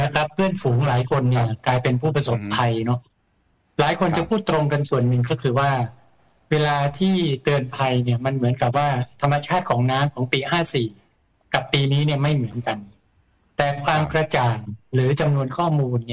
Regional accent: Bangkok, Thailand; เราที่เป็นชาวกรุงเทพเนี่ยต้องยอมรับว่าเราเจอกับข่าวสารมากมาย

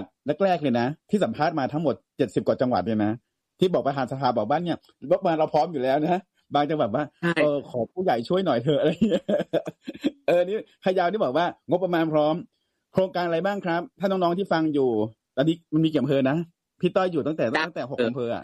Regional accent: Mae Chai, Phayao, Thailand; now in Bangkok, Thailand; เป็นคนพะเยานะสมัยโน้น

